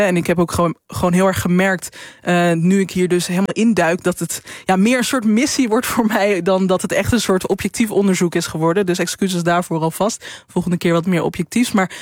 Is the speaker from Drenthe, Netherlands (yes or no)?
yes; Drenthe, Netherlands; moved away as an adult; also born or lived in Randstad; ik kom uit Drenthe en 6,5 jaar geleden ben ik verhuisd. Ik ben eigenlijk gevlucht naar de Randstad, denkende dat ik daar mijn thuis zou vinden. En nou heb ik heel de Randstad gehad, behalve Utrecht moet ik wel bekennen, maar echt alle steden heb ik gehad. En nu ga ik terug. Terug naar Drenthe.